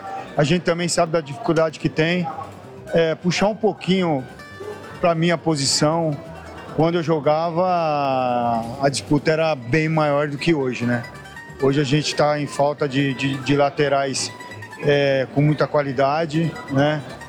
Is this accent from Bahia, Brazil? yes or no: no; Cajamar, São Paulo, Brazil; eu sou de Cajamar